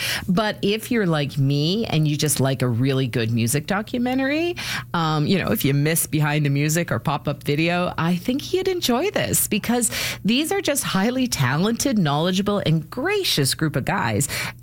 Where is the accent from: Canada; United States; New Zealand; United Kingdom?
Canada; I'm Canadian